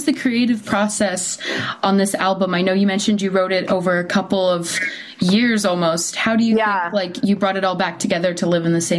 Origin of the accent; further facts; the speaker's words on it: Los Angeles, California, United States; I'm born and raised